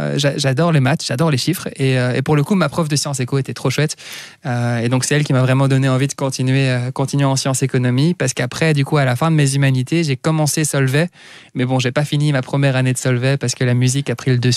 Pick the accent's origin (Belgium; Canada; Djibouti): Belgium; Woluwe-Saint-Pierre, Brussels-Capital Region; Donc je suis un Woluwe Saint-Pétrusien.